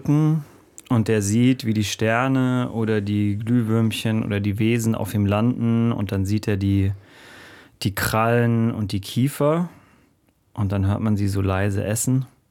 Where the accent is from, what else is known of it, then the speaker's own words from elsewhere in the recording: Bavaria, Germany; Zwischen München und Garmisch-Partenkirchen. Genau, also ziemlich genau dazwischen